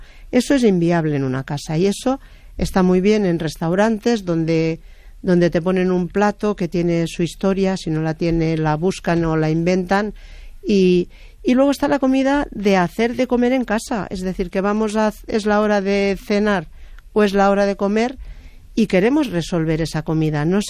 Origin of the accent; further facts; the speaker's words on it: Lleida, Catalonia, Spain; yo soy de Lleida, entonces el día que hay un nubarrón ya estamos preparando las bolsas y las botas para ir a por caracoles